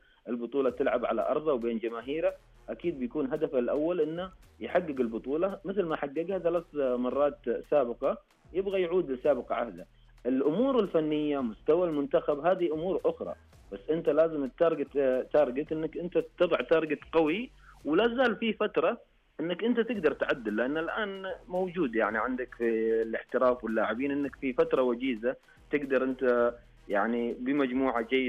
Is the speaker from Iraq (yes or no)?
no; Saudi Arabia; احنا اكيد كسعوديين